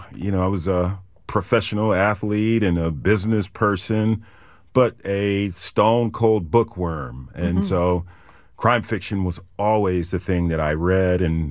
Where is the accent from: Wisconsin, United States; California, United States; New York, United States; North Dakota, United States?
California, United States; San Diego; the San Diego that I grew up